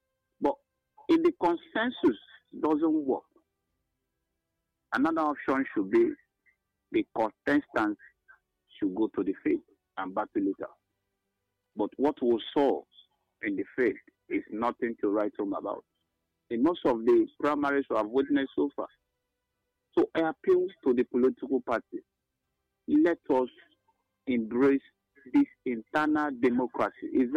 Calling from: Nigeria; I'm calling from Okpabenimbo, the Nuzowani local government.

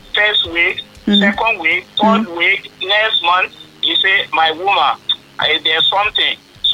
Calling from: Ojo, Lagos, Nigeria; I'm calling from Ojo side.

